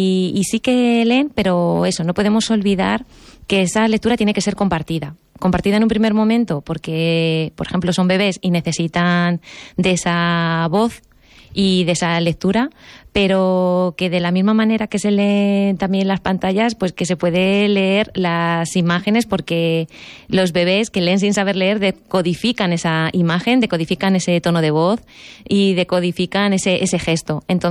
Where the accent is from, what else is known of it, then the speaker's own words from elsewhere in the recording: Salamanca, Castile and León, Spain; now in Pyrenees, Spain; Un Punto Curioso es una empresa que nació en Salamanca, de donde soy